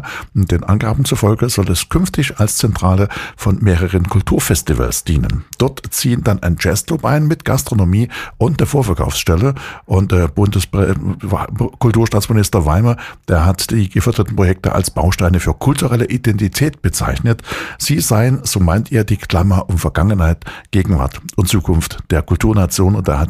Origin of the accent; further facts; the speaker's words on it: Chemnitz, Saxony, Germany; Ich bin ja geborener Chemnitzer und meine Heimatstadt ist und bleibt Chemnitz immer noch.